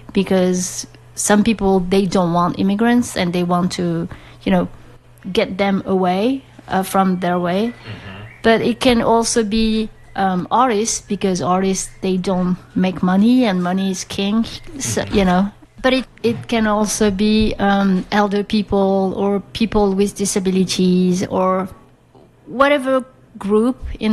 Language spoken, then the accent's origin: English; French Polynesia; moved away as an adult; now in United States; I come from Tahiti, French Polynesia. Tahiti is a very tiny island in the middle of the Pacific Ocean.